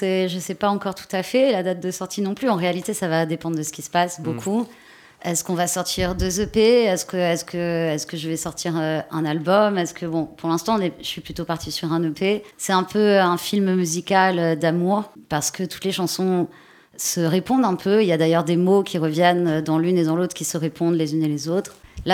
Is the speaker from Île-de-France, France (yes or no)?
yes; Paris, Île-de-France, France; born or raised there; also born or lived in Italy